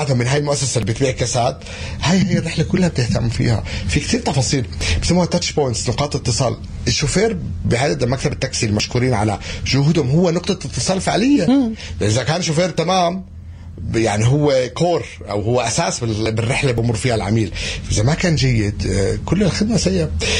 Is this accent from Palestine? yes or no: yes; Palestine; بفتخر أكيد بفلسطينيتي لما أنا أروح، أنا فلسطيني بمثل بلدي